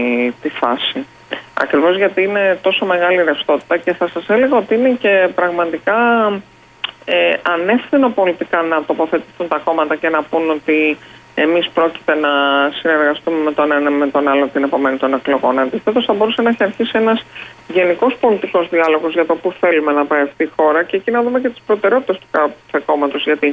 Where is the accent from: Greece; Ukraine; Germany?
Greece; Central Greece; Επειδή εγώ τυχαίνει να κατάγομαι και από τη Φωκίδα και λόγω τοπιότητας